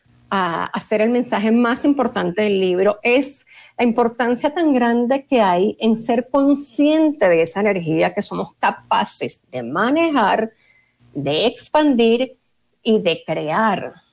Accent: Venezuela; moved away as an adult; now in Colombia; antes de venir a Colombia, yo soy venezolana, pero ya tengo 16 años viviendo acá.

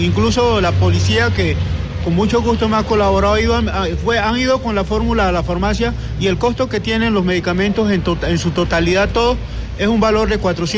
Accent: Chocó, Colombia; now in Medellín, Colombia; por ese motivo salí del departamento del Chocó, víctima del conflicto armado por desplazamiento forzado y amenaza. Me encuentro acá en la ciudad de Medellín hace mucho tiempo en calidad de persona refugiada

